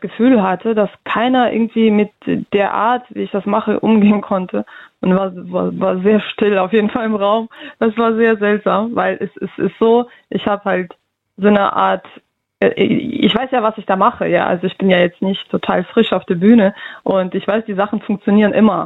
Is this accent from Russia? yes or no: yes; Russia; now in Germany; wenn ich sage, ja, ich komme aus Russland, das ist denen egal, woher ich komme.